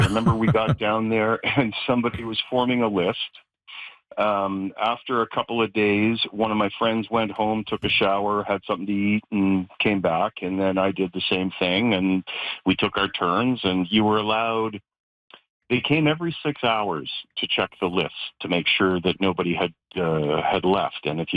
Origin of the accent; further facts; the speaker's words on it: Toronto, Ontario, Canada; now in Kenora, Canada; I grew up in Toronto. I was there most of my life.